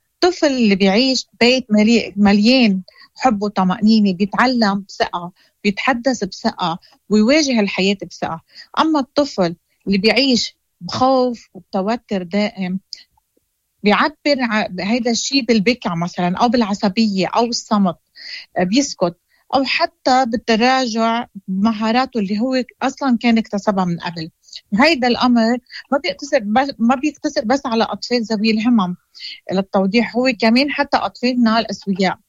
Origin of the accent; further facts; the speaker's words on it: Lebanon; معكم أنا من لبنان